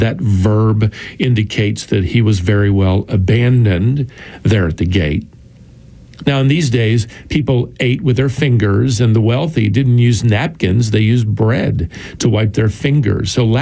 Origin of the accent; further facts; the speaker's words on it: North Carolina, United States; I think of Vance Havner, a famous evangelist from the last century, right here from my home state of North Carolina.